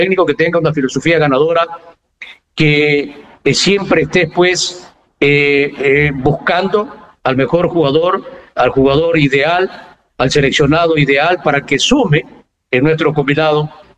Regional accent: Ecuador

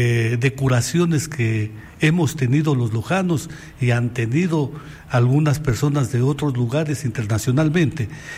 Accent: Loja, Ecuador; es una fe donde los lojanos tenemos, no podemos ser ateos

